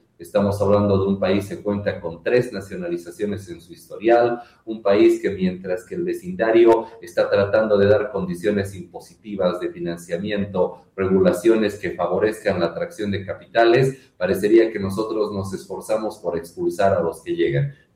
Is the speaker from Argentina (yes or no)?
no; Bolivia